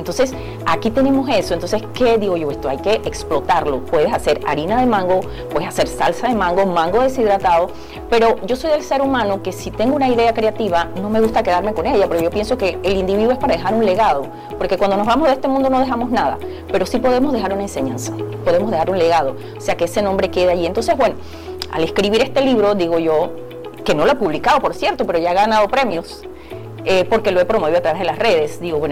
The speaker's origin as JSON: {"language": "Spanish", "region": "Azuero Peninsula", "country": "Panama", "said": "si nos vamos al interior de donde yo soy, que es Azuero"}